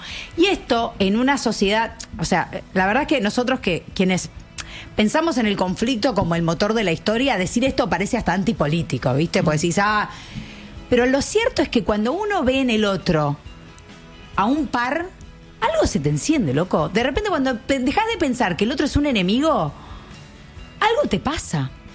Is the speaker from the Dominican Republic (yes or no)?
no; Argentina